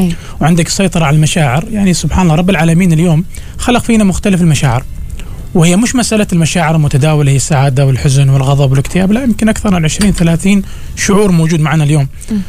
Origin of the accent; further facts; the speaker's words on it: Oman; احنا عندنا في عمان ما في ربيع، صيف شتاء شتاء صيف، وينقلب عندك الجو في في في في في يوم واحد.